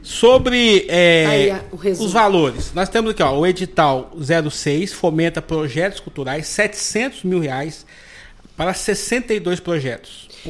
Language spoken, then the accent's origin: Portuguese; Cajuru, Minas Gerais, Brazil; Olá, eu sou de Cajuru, posso participar aí de Divinópolis?